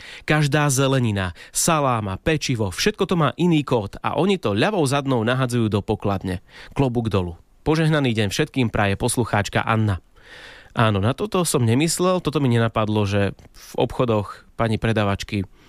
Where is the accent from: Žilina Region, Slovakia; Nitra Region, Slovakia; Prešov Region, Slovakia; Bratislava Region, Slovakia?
Žilina Region, Slovakia; Liptovský Mikuláš; to bolo číslo k nám domov v Liptovskom Mikuláši